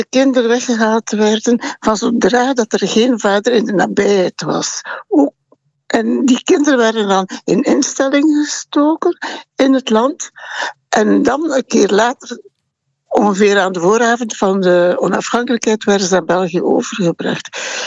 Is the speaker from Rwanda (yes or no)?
yes; Rwanda; ik ben een metis uit Rwanda.